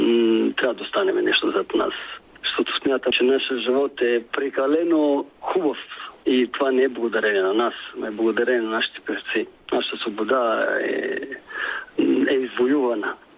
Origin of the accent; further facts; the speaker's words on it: Italy; Bulgarian is a second language; now in Bulgaria; Аз съм италианец, ама в моето сърце е в България.